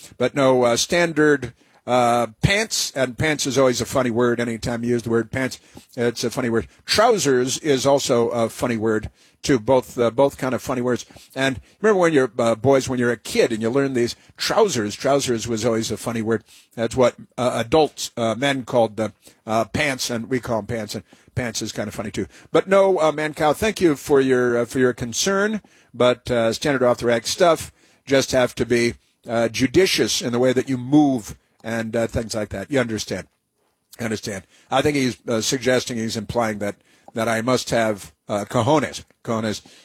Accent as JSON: {"language": "English", "town": "Chicago", "region": "Illinois", "country": "United States", "tie": "born or raised there", "said": "when I was a kid, growing up in Chicago, North Shore of Chicago"}